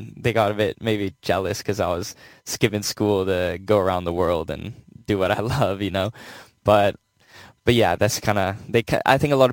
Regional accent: New York, United States; now in Hoboken, New Jersey, United States; So I live in Hoboken, New Jersey, and I've lived in the New York City area my whole life.

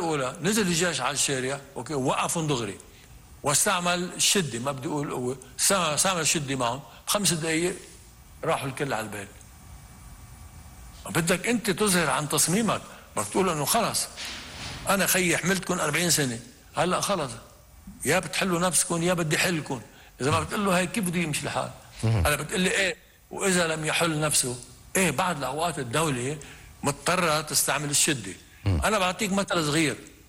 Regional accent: Lebanon; نحن كلنا كلبنانيين

